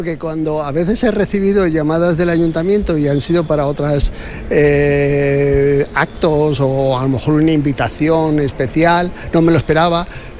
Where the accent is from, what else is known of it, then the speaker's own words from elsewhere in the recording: Valencia, Valencian Community, Spain; Es muy emotivo como valenciano. Pues he puesto en el libro que firmar en el libro es un profundo orgullo y una gratitud a Valencia, o sea, para mí, o sea, a la ciudad que me ha visto nacer